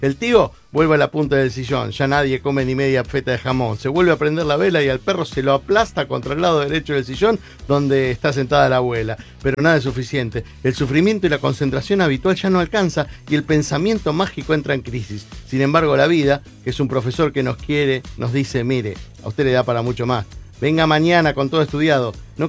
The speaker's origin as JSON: {"language": "Spanish", "country": "Argentina", "said": "somos argentinos"}